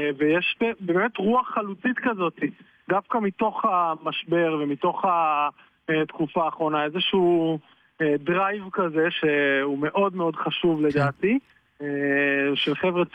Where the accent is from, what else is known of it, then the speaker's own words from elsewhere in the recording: Haifa, Haifa District, Israel; אני מחיפה.